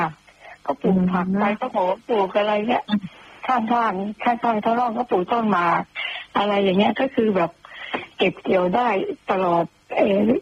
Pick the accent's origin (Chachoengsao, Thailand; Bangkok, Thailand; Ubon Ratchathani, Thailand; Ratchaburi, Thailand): Chachoengsao, Thailand; accent: Paet Riu; สำเนียงแปดริ้วค่ะ